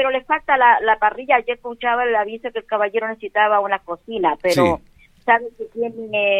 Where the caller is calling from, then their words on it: Chile; De aquí de la Villa Esperanza.